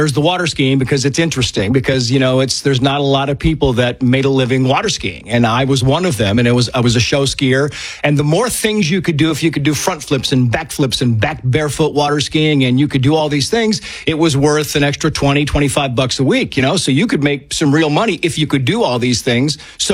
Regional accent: Mammoth, United States; because that was my hometown.

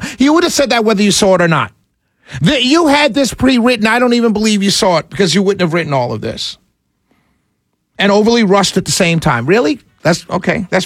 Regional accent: New York City, New York, United States; I grew up in New York City.

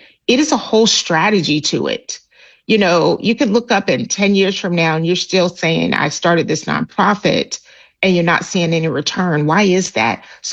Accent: Nigeria; born there; I was blown from Nigeria.

